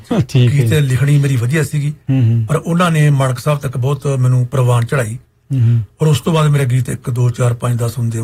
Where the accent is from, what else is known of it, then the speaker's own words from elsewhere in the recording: Dyon, Punjab, India; ਮੇਰਾ ਪਿੰਡ ਹੈ ਜੀ ਦਿਉਣ ਬਠਿੰਡਾ ਤੋਂ ਸ੍ਰੀ ਮੁਕਤਸਰ ਸਾਹਿਬ ਨੂੰ ਜਾਈਏ